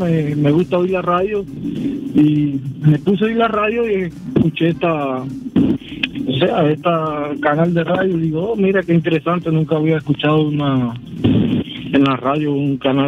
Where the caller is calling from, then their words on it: Dallas, Texas, United States; Me llamo desde Dallas, Texas.